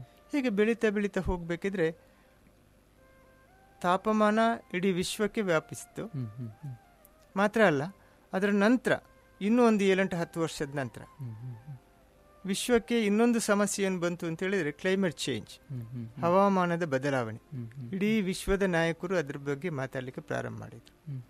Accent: Ullal, Karnataka, India; Ullal ಕೋಡಿಯಲ್ಲಿ.

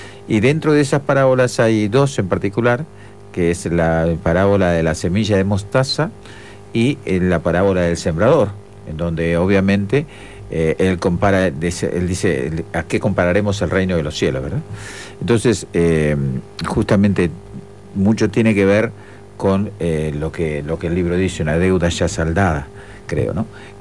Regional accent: Montevideo, Uruguay; moved away as an adult; now in Maldonado, Uruguay; No, yo soy de Montevideo, pero en el año 91 me radiqué aquí en Maldonado.

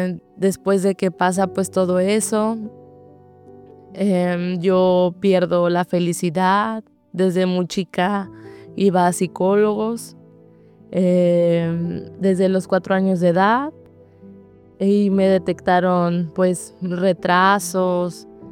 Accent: Monterrey, Nuevo León, Mexico; Tengo 17 años de edad. Yo vengo de Monterrey, Nuevo León.

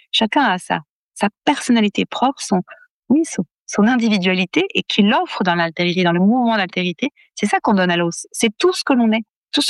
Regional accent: France

